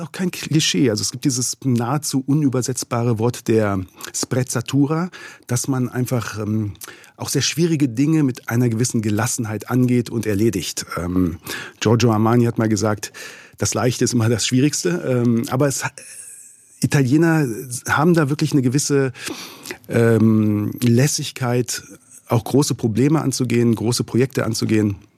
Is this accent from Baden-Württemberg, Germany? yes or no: no; Lower Saxony, Germany; moved away as an adult; now in Grado, Italy; dann bin ich einfach glücklich als Niedersachse.